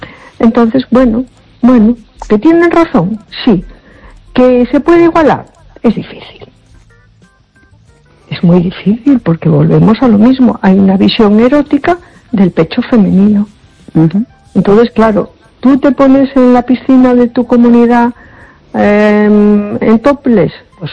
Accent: A Coruña, Galicia, Spain

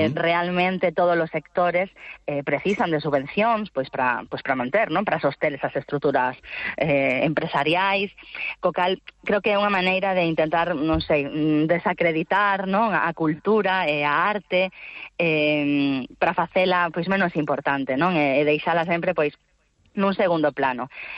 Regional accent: Galicia, Spain; nós tamén somos creadoras galegas, co cal sempre a nosa visión facemos dende a nosa idiosincrasia

